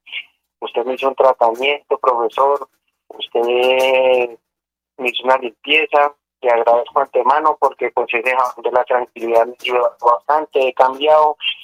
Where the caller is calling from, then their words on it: Fusagasugá, Cundinamarca, Colombia; Ya llevo 15, 20 años más o menos viviendo aquí en Fusagasugá.